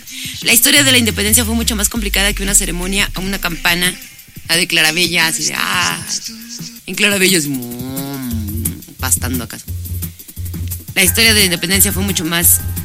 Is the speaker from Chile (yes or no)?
no; Mexico; Nosotros como mexicanos, ¿qué hacemos para que nuestro México sea mejor?